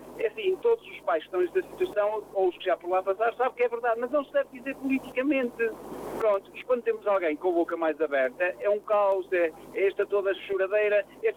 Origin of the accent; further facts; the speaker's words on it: Portugal; Enquanto nós, portugueses, não tivermos essa percepção do que é uma definição de Estado, vamos ter sempre um muro de lamentações.